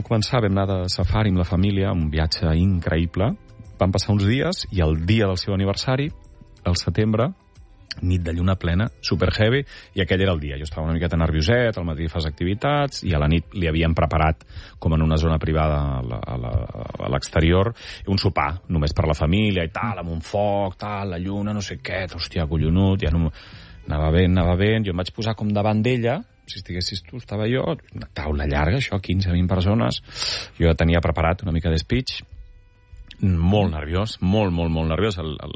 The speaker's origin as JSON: {"language": "Catalan", "town": "Altafulla", "region": "Catalonia", "country": "Spain", "tie": "born or raised there", "said": "No, jo sempre he jugat a Tarragona, o vaig jugar sobretot al meu poble, Altafulla, petitet al Nàstic"}